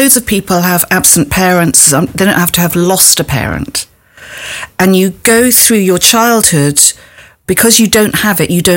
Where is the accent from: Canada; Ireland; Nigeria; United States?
Nigeria; born there; also born or lived in Ghana; So I was born in Nigeria.